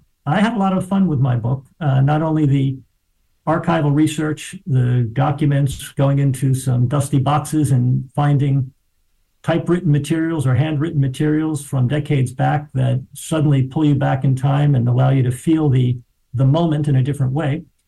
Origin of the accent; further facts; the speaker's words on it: New York City, New York, United States; But when I grew up in Riverdale, it was very much like a small town, that I grew up on a street that was a dead-end road with garden apartments.